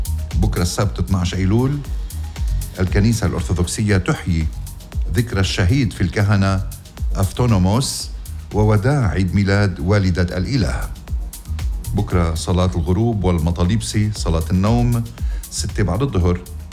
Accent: Ghazir, Keserwan-Jbeil, Lebanon; بضيعتي الحلوة غزير

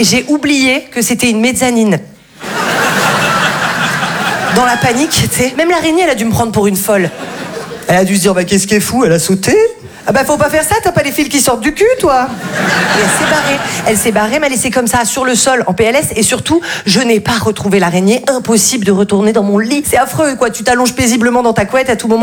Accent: Val-de-Blore, Provence-Alpes-Côte d'Azur, France; parce que moi, je viens d'un tout petit village qui s'appelle Val-de-Blore. C'est sublime, mais alors, il faut pas du tout se faire mal là-bas

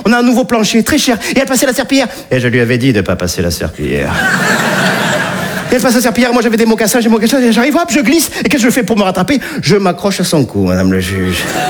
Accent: Nice, Provence-Alpes-Côte d'Azur, France; Et je suis niçois, je ne fais pas partie de ces sudistes qui tapent sur les Parisiens, pas du tout.

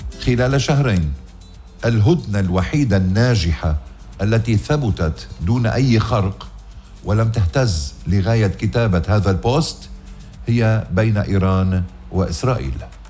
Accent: Ghazir, Keserwan-Jbeil, Lebanon; ويعقوب الحداد الكبوشي ابن ضيعتي غزير

